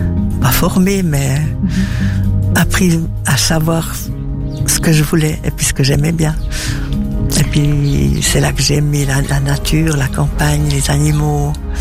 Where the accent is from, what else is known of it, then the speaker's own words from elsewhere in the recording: Basel, Basel-Stadt, Switzerland; J'ai grandi à Bâle, mais j'étais beaucoup, beaucoup placée. Donc, j'étais à l'école à la Lenk, j'étais à l'école...